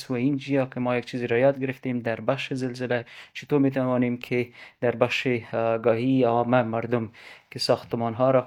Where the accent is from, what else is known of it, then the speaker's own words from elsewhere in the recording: Afghanistan; و ما هم از افغانستان آمدیم